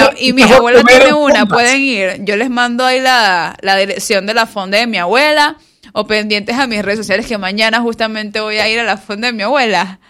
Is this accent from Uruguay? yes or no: no; Colón, Panama; Yo soy de Colón, tengo 27 años, me he caminado a Colón y no me ha pasado nada.